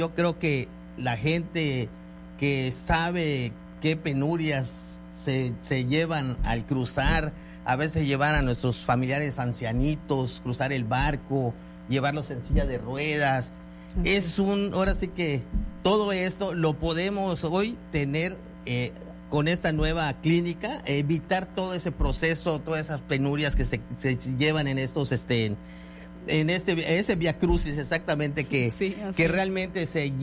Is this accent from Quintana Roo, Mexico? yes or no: yes; Cozumel, Quintana Roo, Mexico; todos los cozumeleños que somos derechohabientes del Seguro Social